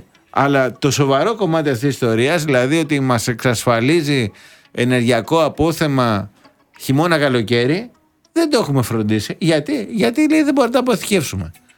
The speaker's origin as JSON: {"language": "Greek", "country": "Greece"}